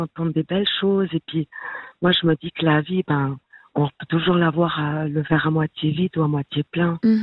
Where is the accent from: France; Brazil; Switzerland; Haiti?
Switzerland; Valais; accent: Valais; j'appelle du Valais. Peut-être que ça s'entend un peu à l'accent.